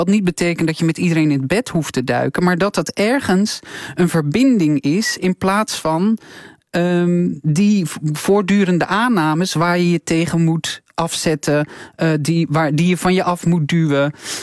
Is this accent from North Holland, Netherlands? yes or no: no; Katwijk, South Holland, Netherlands; ik kom uit Katwijk, een christelijk dorp.